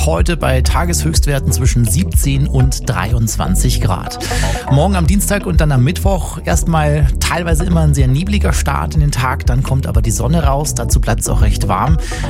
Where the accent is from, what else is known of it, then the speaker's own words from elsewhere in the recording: Bavaria, Germany; Ich bin ja auf dem Land groß geworden, im Chiemgau, in der Nähe vom Chiemsee.